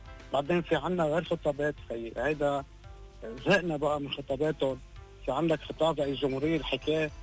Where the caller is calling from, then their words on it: Antelias, Mount Lebanon, Lebanon; من أنطرياس.